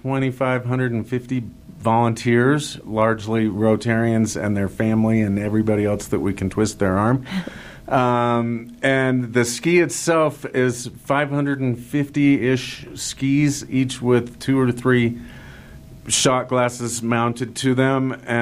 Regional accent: Salt Lake City, Utah, United States; also born or lived in Park City, Utah; I kind of grew up here. I grew up in Salt Lake, but my parents loved Park City, so spent a lot of my youth up here in Park City.

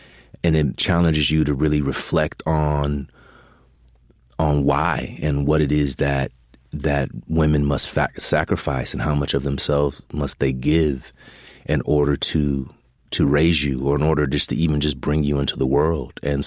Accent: California, United States; born or raised there

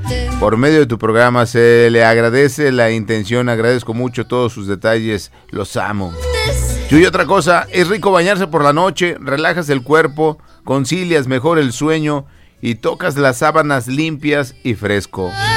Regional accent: Mexico; como toda mexicana, me quedé sin línea telefónica

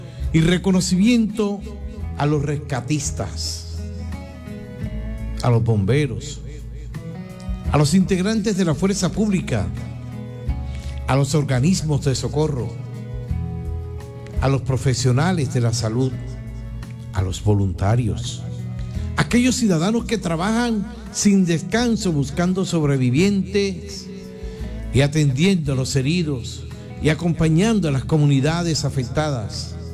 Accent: Colombia; Somos colombianos, somos un pueblo trabajador, valiente, solidario, resiliente.

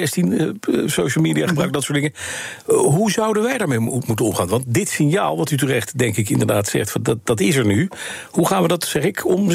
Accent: Netherlands; we kunnen inderdaad wel sceptisch als Nederlanders zeggen

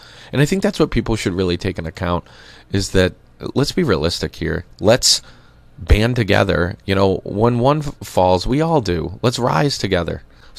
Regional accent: Oxford, Massachusetts, United States; moved away as an adult; now in Thompson, United States; I've been in Thompson for 15, 20 years now. And I came originally from Oxford in Massachusetts. And I will say that when I was a kid growing up there

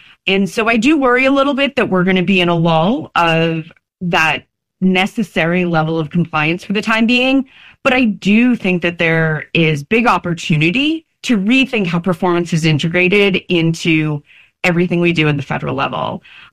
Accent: New Jersey, United States; And as they used to say, where I grew up in New Jersey, we know where the bodies are buried.

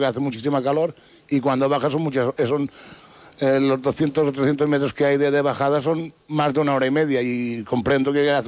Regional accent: Mahón, Balearic Islands, Spain; nosotros hace 63 años que estamos aquí en el pueblo y yo nací ya aquí en Mahón y tal. Y la verdad es que me considero menorquín y de Villacarlos hasta la médula.

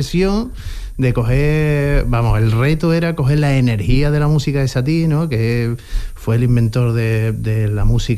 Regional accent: Seville, Andalusia, Spain; Los Pajaritos, que es de donde vengo yo.

